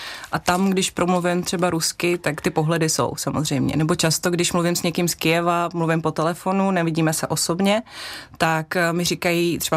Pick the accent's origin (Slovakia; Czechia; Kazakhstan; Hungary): Kazakhstan; now in Czech Republic; když si vysvětlíme, že jsem původem z Kazachstánu, že jsem česká novinářka, tak většinou je to v pohodě.